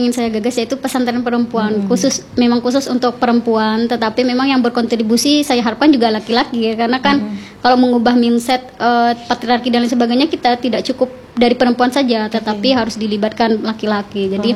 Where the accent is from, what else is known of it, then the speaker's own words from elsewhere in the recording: Madura, East Java, Indonesia; sebagai warga Madura